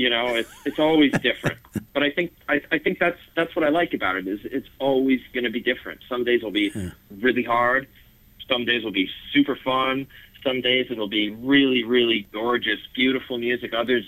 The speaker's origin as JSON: {"language": "English", "town": "Saginaw", "region": "Michigan", "country": "United States", "said": "I'm from Saginaw"}